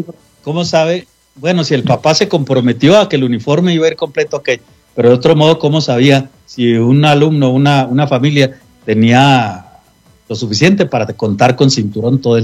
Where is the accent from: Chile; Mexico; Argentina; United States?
Mexico; Chihuahua; para los que somos de Chihuahua